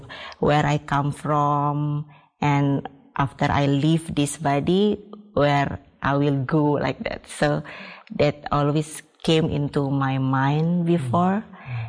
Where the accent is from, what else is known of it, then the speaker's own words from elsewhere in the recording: Bali, Indonesia; I am from Bali, so majority people there is Hindu.